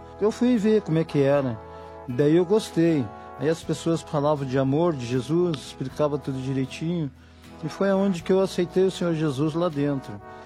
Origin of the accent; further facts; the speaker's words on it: Rio Grande do Sul, Brazil; sou do Rio Grande do Sul.